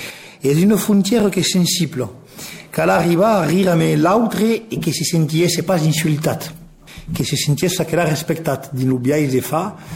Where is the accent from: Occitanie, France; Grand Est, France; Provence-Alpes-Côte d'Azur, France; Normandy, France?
Occitanie, France; Decazeville; born there; Alors, je suis né dans l'Aveyron, à Decazeville. De père donc aveyronnais et d'une mère béarnaise